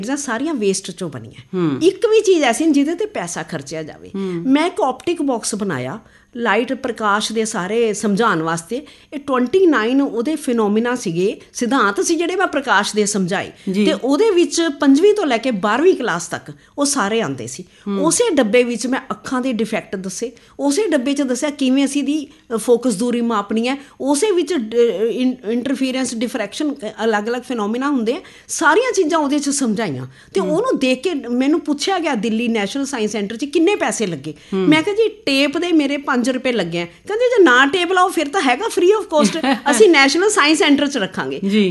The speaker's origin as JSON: {"language": "Punjabi", "town": "Patiala", "region": "Punjab", "country": "India"}